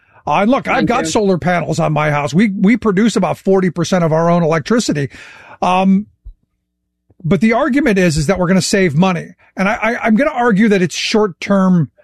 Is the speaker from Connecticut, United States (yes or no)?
no; Cleveland, Ohio, United States; No, look, I grew up in Cleveland, and I often coin it the home of the reason you need an EPA and the Clean Water and Air Act.